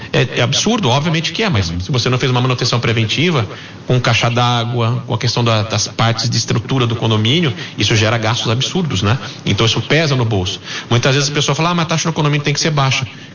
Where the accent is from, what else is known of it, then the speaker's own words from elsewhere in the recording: Campinas, São Paulo, Brazil; É a nossa empresa, nós somos campineiros, com muito orgulho, eu sou campineiro.